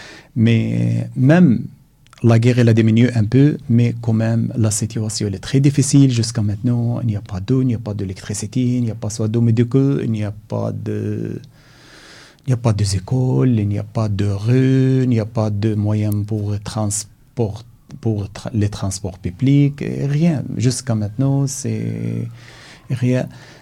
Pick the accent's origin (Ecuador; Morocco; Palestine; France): Palestine; Gaza, Gaza Strip; French is a second language; moved away as an adult; now in Belgium; Et moi, je suis palestinienne de Gaza. Je suis venue ici depuis... Je suis arrivée en Belgique depuis presque 12 ans et demi.